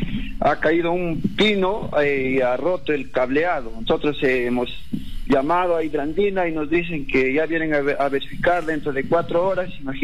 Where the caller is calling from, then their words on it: Peru; De acá, del caserío La Pachachaca